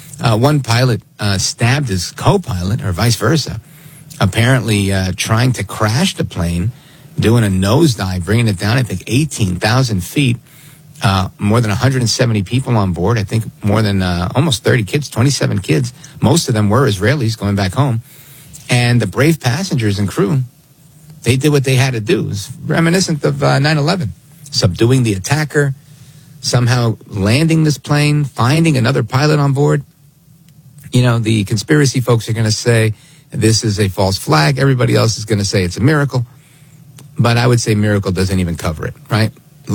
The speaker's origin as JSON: {"language": "English", "town": "Brooklyn", "region": "New York", "country": "United States", "tie": "born or raised there", "also_born_or_lived": "New Jersey", "said": "And, you know, I grew up in Brooklyn, New York, moved to Hudson County, New Jersey, right over the Hudson River."}